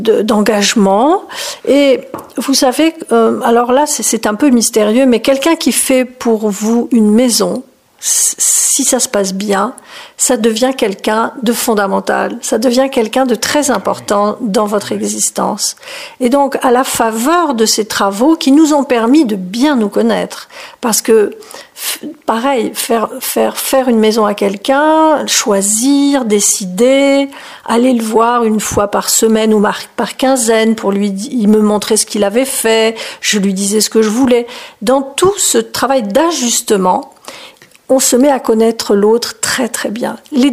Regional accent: Marseille, Provence-Alpes-Côte d'Azur, France; now in Paris, France; toujours vécu dans les grandes villes, je viens de un peu nulle part, de la Méditerranée, j'ai grandi à Marseille

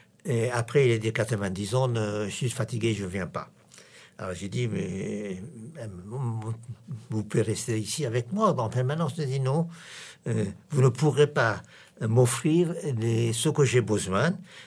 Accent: Iran; French is a second language; now in France; il y a des Français d'origine breton, des Français d'origine corse, mais je suis un Français d'origine iranien.

